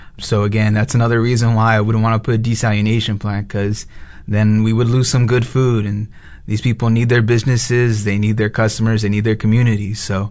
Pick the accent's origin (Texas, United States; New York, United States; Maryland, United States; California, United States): Texas, United States; San Antonio; now in Corpus Christi, United States; I'm from San Antonio, Texas